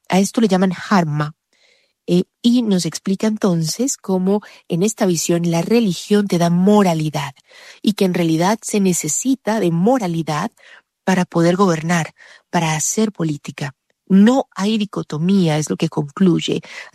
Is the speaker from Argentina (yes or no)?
no; Colombia; que sigamos más bien un camino muy propio, muy atado a lo nuestro pensamiento como colombianos y como Colombia.